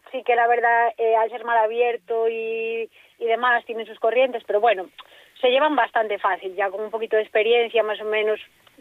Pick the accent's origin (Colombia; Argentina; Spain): Spain; Ferrol, Galicia; Soy ferrolana, sí, de siempre.